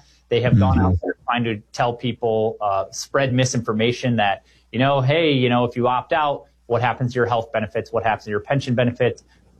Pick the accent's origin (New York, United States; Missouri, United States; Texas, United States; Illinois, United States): Illinois, United States; if you were from like my home state of Illinois, where my parents, you know, my dad was school teacher